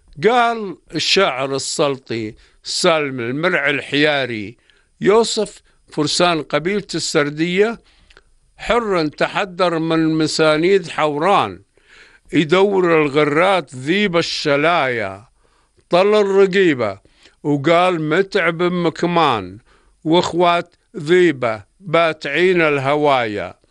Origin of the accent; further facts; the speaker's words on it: Jordan; عندنا بالأردن